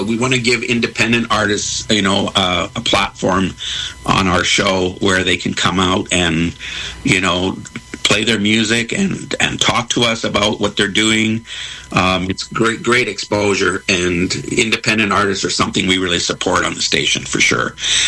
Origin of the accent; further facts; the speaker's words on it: Calgary, Alberta, Canada; I'm a native Calgarian.